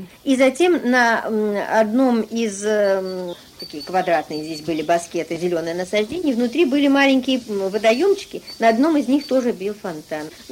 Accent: Saint Petersburg, Russia; Я родилась в Ленинградке, коренная ленинградка, и очень люблю свой город.

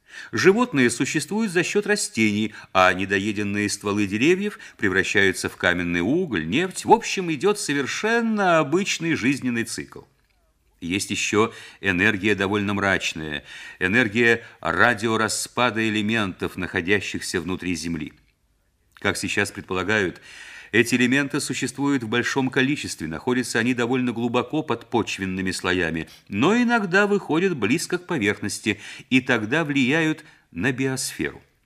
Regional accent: Saint Petersburg, Russia; мы, ленинградцы, в Ленинграде, в своей среде.

